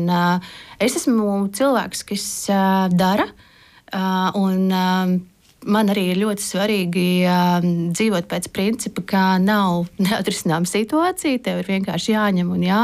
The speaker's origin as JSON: {"language": "Latvian", "region": "Courland", "country": "Latvia", "said": "esmu kurzemniece."}